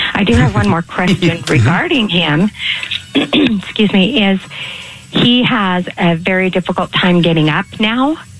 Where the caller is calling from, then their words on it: Ogden, Utah, United States; I'm calling from Ogden.